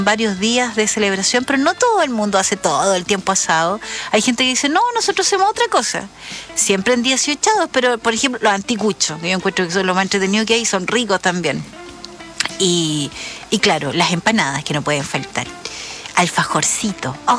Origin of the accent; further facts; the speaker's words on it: Concepción, Biobío, Chile; moved away; Yo me acuerdo que alguna vez cuando era chica, viviendo en otra, en Concepción